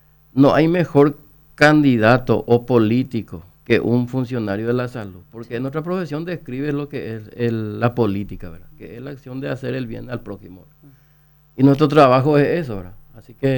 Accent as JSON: {"language": "Spanish", "town": "Lima", "region": "San Pedro", "country": "Paraguay", "tie": "born or raised there", "moved": "yes", "lives_now": "Luque, Paraguay", "said": "yo soy oriundo de Lima, segundo departamento San Pedro."}